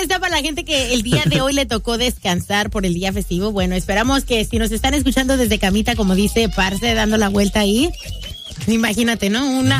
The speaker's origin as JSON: {"language": "Spanish", "country": "Mexico", "moved": "yes", "lives_now": "United States", "said": "nosotros la raza en México"}